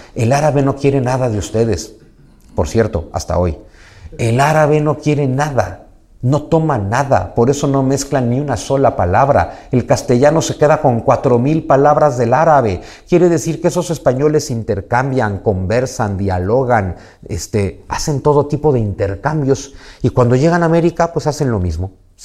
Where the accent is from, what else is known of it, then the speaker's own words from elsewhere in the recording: Mexico; first language Spanish; los mexicanos no volamos cometas, volamos papalotes.